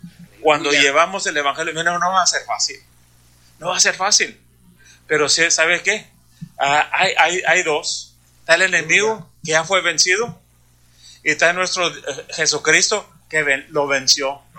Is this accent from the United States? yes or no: yes; Brownsville, Texas, United States; yo vengo de Brownsville, Texas. Brownsville, Texas es una ciudad que está está un río y al cruzar el río es Matamoros, ya es México eso.